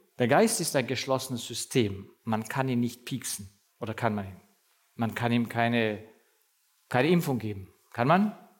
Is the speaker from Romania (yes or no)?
yes; Romania; moved away; Und ich bin ja auch im Kommunismus aufgewachsen, in Rumänien.